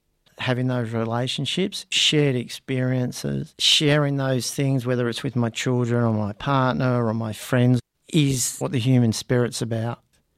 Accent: Melbourne, Victoria, Australia; I grew up in Melbourne, in a place called Seaford, which was a really horrible place. Tough housing commission area, you know, somewhere it'd be like Ayres or Mount Druitt in New South Wales. Burnt out cars, heavily policed.

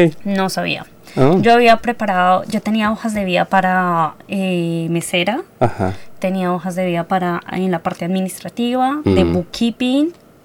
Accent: Colombia; moved away as an adult; now in Australia; ¿tú de dónde eres? Y yo, Colombia.

